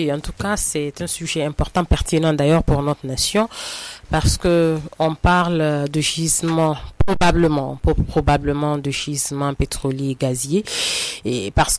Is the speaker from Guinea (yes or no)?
yes; Guinea; notre Guinée à nous